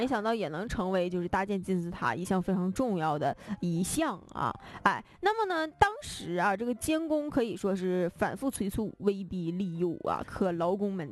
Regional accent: Northeast China, China; 比如说像咱们东北人非常喜欢手拉手唠嗑，老妹儿啊

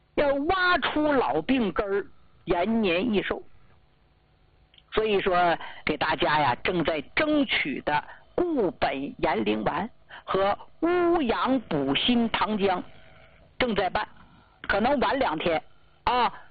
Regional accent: Jilin, China; 我是啊土生土长的咱们吉林老家出来的孩子，农村人

